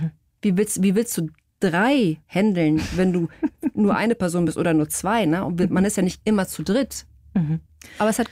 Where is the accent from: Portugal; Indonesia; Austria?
Portugal; now in Hamburg, Germany; Ich bin Portugiesin.